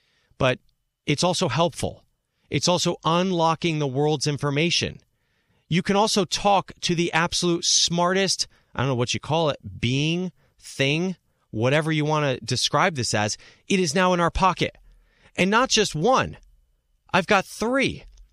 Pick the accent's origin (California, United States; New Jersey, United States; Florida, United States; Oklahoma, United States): New Jersey, United States; when I was an 11-year-old, 12-year-old, 13-year-old growing up in New Jersey